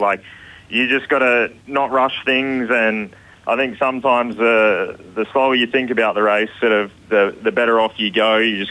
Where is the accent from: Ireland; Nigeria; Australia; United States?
Australia; Mildura, Victoria; Yeah, and growing up in Mildura, I was always fortunate for that.